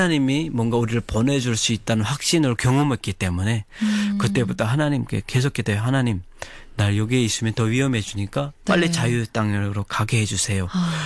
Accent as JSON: {"language": "Korean", "country": "North Korea", "moved": "as an adult"}